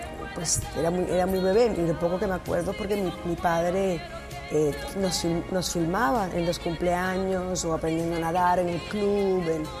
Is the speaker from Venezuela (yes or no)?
yes; Venezuela; also born or lived in Cuba; Y cuando llegamos a Venezuela, que también, pues, un país del que estoy muy orgulloso de haber crecido en él, y yo amo a Venezuela, y me siento tan de un lado como del otro.